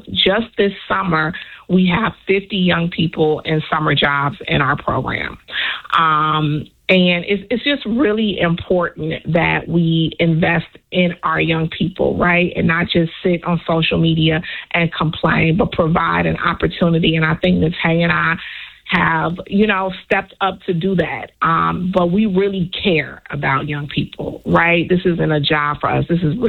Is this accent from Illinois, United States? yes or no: yes; Chicago, Illinois, United States; I'm a native Chicagoan.